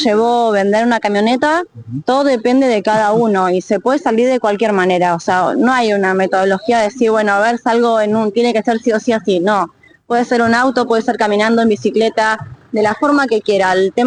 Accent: Pinamar, Buenos Aires Province, Argentina; Somos de Pinamar.

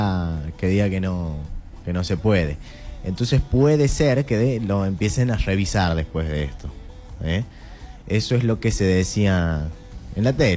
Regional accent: Argentina; siendo argentino

